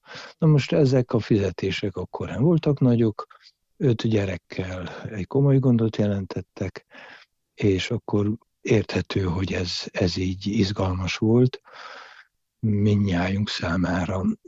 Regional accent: Dej, Cluj County, Romania; born or raised there

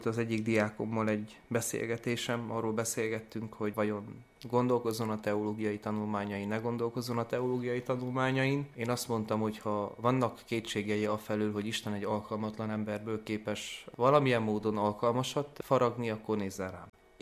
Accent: Agyagfalva, Harghita, Romania; nálunk Székelyföld azon részén, ahol felnőttem, legalábbis Agyakfalván

